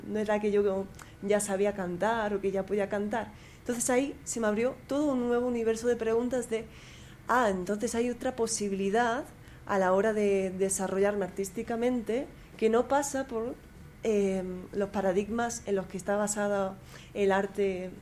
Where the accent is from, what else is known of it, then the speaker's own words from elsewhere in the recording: Andalusia, Spain; moved away; Y yo, que vengo de Andalucía, también me ha tocado hacer ese viaje.